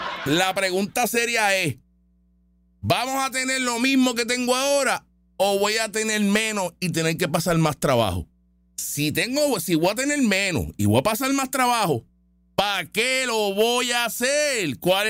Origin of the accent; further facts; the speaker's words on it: Puerto Rico; Aquí somos caribeños, igual que los haitianos, que los dominicanos y que los cubanos.